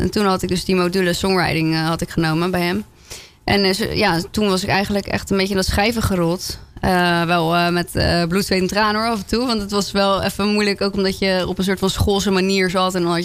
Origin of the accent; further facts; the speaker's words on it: France; moved away; Nou ja, ik kom uit Frankrijk oorspronkelijk.